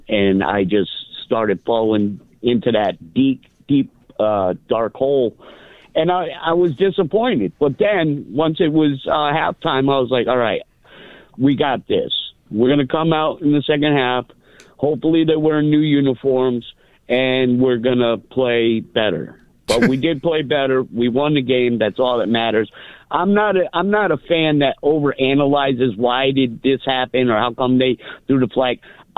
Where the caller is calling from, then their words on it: Connecticut, United States; I tell everybody here in Connecticut